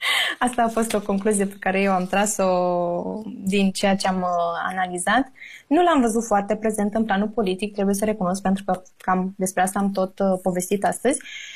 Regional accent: Romania

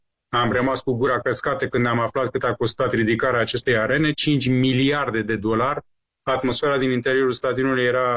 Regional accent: Iran; first language Persian; Romanian is a second language; știu limba persană, limba mea maternă

